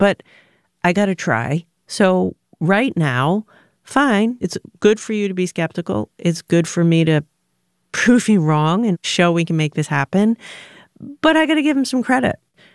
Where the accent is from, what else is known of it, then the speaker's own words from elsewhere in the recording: Rhode Island, United States; I'm from Rhode Island. That's a corp thing about who I am. Youngest of three kids, working class Italian-American family. My grandpa was an immigrant from Italy, lived in the house with us.